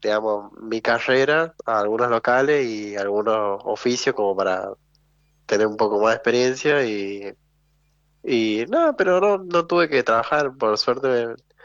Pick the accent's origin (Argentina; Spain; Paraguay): Argentina; San Juan; also born or lived in Córdoba; Es que no tengo mucho acento porque no viví siempre acá en San Juan, pero sí